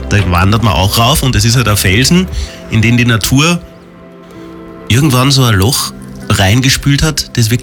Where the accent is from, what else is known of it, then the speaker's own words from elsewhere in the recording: Lower Austria, Austria; Nee, ich komme aus der Wachhauser.